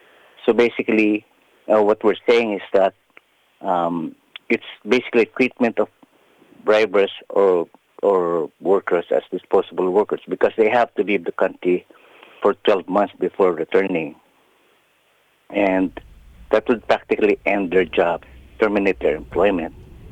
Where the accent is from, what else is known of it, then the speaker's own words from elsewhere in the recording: Philippines; English is a second language; now in New Zealand; Philippines is also English really widely spoken. It's our second language.